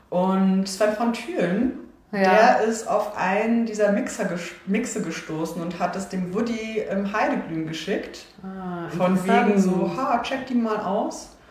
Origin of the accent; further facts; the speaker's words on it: Berlin, Germany; Ich meine, so als Berlinerin ist man halt nur von DJs umgeben